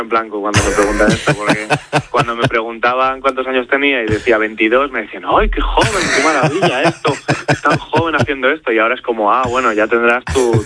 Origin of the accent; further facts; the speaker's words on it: Madrid, Community of Madrid, Spain; yo soy de Aluche, he visto en mi barrio, siempre he visto desigualdades